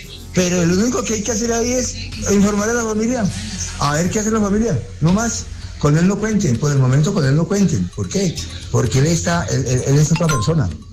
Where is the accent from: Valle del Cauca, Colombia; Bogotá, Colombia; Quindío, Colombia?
Valle del Cauca, Colombia; Cali; de Cali para el Mundo